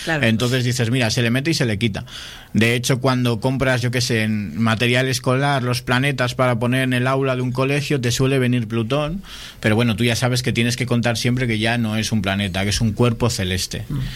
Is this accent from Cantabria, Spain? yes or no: yes; Laredo, Cantabria, Spain; Oh, pues yo soy de Laredo, ah, yo también.